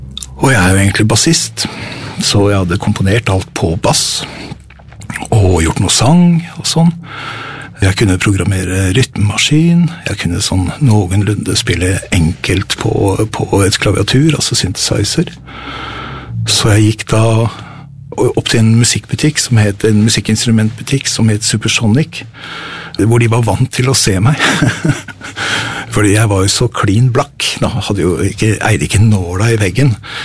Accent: Bodø, Nordland, Norway; jeg er født og oppvokst i Frelsesarmeen i Nord-Norge.

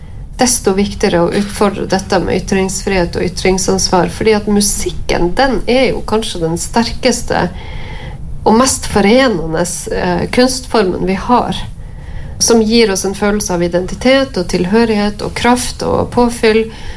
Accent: Palestine; now in Norway; hun forteller at vi er fra Palestina

